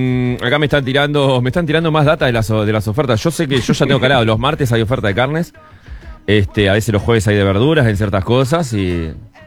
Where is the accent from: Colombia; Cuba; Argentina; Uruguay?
Uruguay; Maldonado; de donde venís, que es Maldonado, pero circunstancialmente te encuentran en otro punto del país